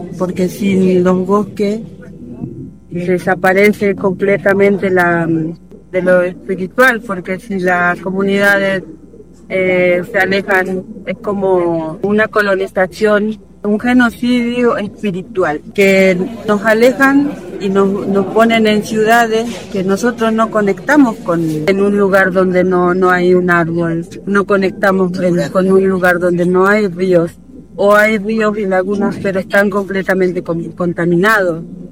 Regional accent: Rosario, Santa Fe, Argentina; vengo de Rosario, soy de la comunidad Qom.

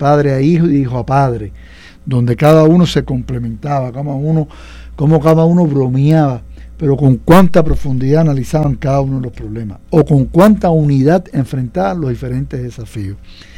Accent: Cuba; yo como cubano

